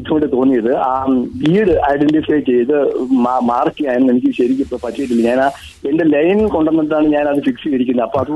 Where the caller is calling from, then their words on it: Thiruvananthapuram, Kerala, India; ഞാൻ തിരുവനന്തപുരത്ത് നിന്നാണ് വിളിക്കുന്നത്.